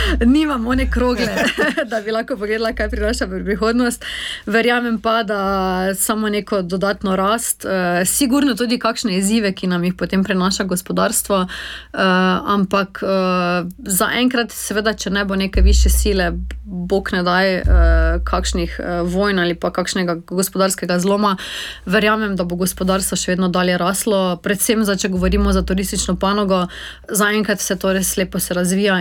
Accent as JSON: {"language": "Slovenian", "town": "Maribor", "region": "Drava", "country": "Slovenia", "said": "Jaz sem sama Mariborčanka, živim v centru mesta"}